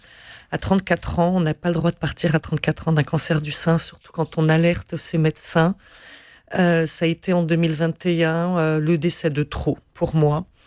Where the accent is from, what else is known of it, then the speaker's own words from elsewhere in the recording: Paris, Île-de-France, France; now in Montpellier, France; Je suis parisienne, je connaissais cette course à pied.